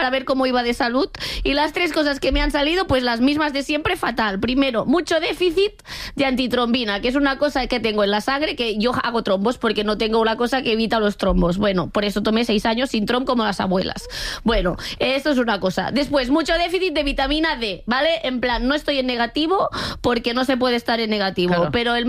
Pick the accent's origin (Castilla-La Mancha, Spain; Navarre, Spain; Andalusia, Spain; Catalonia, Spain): Catalonia, Spain; Yo bebo agua porque soy catalana, ¿vale?